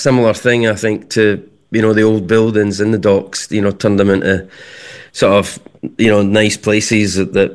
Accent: Edinburgh, Scotland, United Kingdom; moved away as an adult; now in Scottish Borders, United Kingdom; So I'm what you call a Leither, and lived in Edinburgh all my days until 5 years ago when my wife and I moved down to the Scottish borders. So we're still in Scotland, but only just.

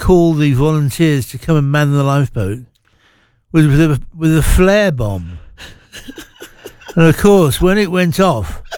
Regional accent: Skegness, East Midlands, United Kingdom; I did, yes. Indeed, I did. Because for a boy growing up, it had the sea, the sand, the swimming pool, it had all that stuff.

